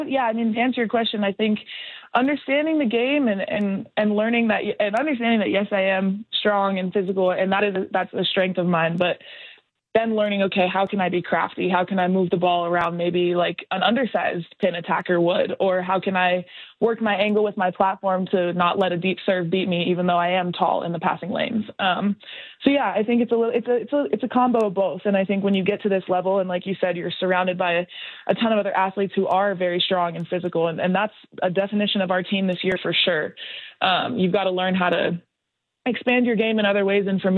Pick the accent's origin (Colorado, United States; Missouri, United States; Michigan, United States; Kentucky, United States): Colorado, United States; I was from Colorado